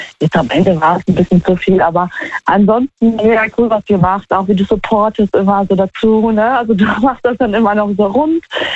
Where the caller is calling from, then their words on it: Trier, Rhineland-Palatinate, Germany; Hier, Trier.